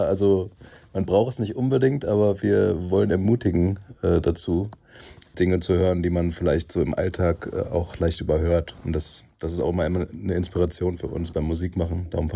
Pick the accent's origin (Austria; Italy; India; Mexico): India; Chennai, Tamil Nadu; moved away; also born or lived in Germany; Ich bin halt aufgewachsen als Kind in Chennai und Chennai ist die Hauptstadt dieser Filmindustrie.